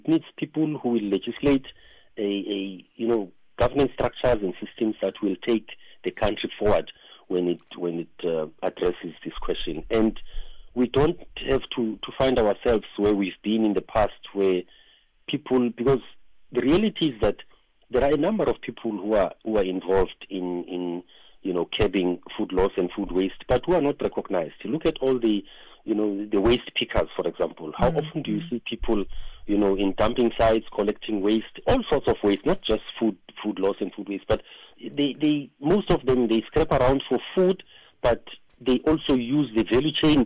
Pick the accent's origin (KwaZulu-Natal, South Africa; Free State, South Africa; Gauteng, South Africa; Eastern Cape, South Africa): Gauteng, South Africa; Soweto; When I grew up as a child, I grew up in Soweto